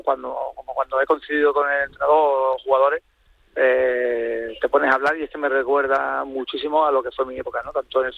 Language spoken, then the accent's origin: Spanish; Málaga, Andalusia, Spain; moved away as an adult; por los años que estuve allí, que fue la primera vez que yo salí de Málaga.